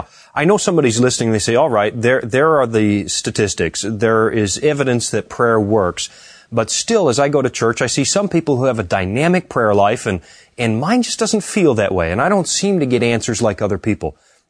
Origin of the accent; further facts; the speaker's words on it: British Columbia, Canada; moved away; also born or lived in the prairies; I grew up in British Columbia. We had a lot of mountains